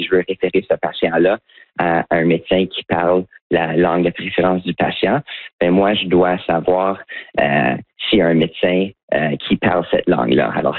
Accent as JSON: {"language": "French", "town": "Ottawa", "region": "Ontario", "country": "Canada", "tie": "born or raised there", "said": "Oui, moi j'ai grandi à Ottawa, puis j'ai fait la plupart de mes études en français"}